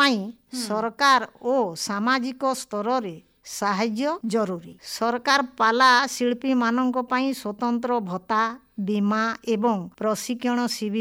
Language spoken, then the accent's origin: Odia; Odisha, India; ମୁଁ ନୂତନ ପିଢ଼ିର ଝିଅମାନଙ୍କୁ କହିବି ଯେ ପାଲା ହେଉଛି ଆମ ଓଡ଼ିଆ ଜାତିର ଅସ୍ମିତା, ଏହାକୁ ଆପଣେଇବା ଗର୍ବର ବିଷୟ।